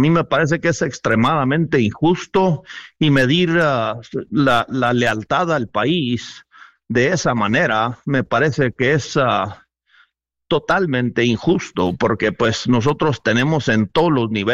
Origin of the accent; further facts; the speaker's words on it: Mexico; born there; yo nací en México, mis padres nacieron en México, y tengo acceso a la doble nacionalidad por mis abuelos.